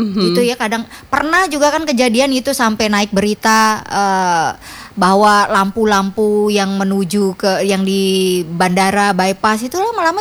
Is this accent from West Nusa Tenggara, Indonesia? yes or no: yes; West Nusa Tenggara, Indonesia; di salah satu dusun itu tempat kampung halaman saya baru semalam aja balik dari sana